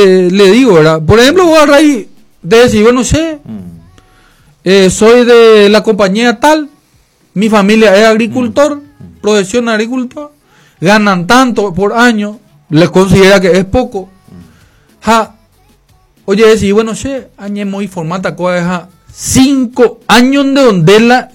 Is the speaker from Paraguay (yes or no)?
yes; Paraguay